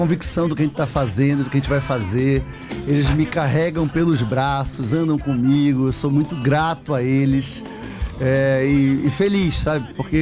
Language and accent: Portuguese; Amapá, Brazil; also born or lived in Belém, Pará; Eu sou amapaense, meu. Eu nasci por um acidente em Belém. Meu pai casou aqui com a mamãe na Igreja da Conceição. Eu sou amapaense da gema.